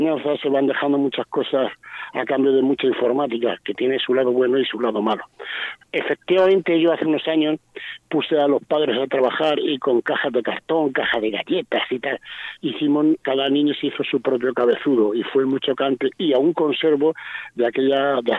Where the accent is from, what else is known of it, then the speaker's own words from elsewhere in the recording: Caravaca de la Cruz, Region of Murcia, Spain; En Caravaca, que es de donde yo vengo, lo hemos conocido toda la vida como el tío de la pita.